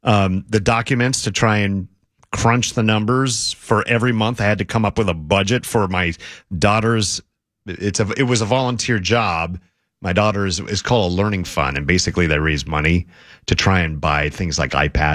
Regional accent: San Jose, California, United States; I grew up in San Jose.

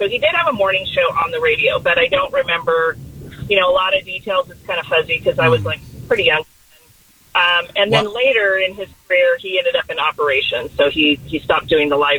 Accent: Chico, California, United States; now in Antelope, United States; So I grew up in Chico also.

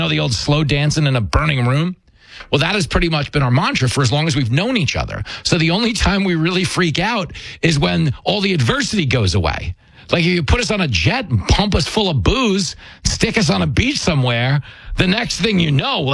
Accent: Levittown, New York, United States; When I was raised in Levittown, New York, Strong Island. Okay, I was growing up in the 80s.

